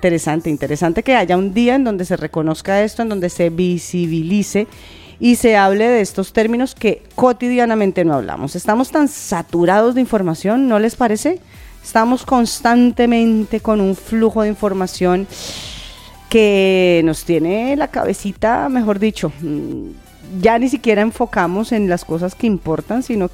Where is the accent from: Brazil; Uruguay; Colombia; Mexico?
Colombia; Bogotá; now in Spain; de la capital de Colombia, de mi ciudad natal.